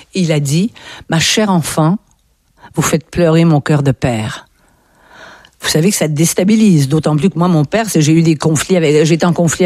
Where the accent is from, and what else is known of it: Quebec, Canada